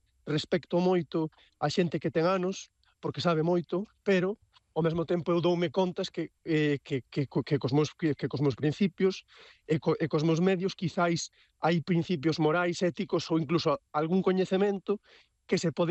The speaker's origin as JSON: {"language": "Galician", "region": "Galicia", "country": "Spain", "said": "e como galegos temos que aprezalo porque é tamén parte do que somos nós, non?"}